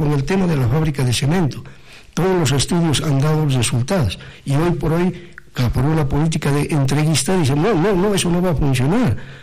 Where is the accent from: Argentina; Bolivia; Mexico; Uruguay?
Bolivia; Muy costumbristas somos los bolivianos particularmente.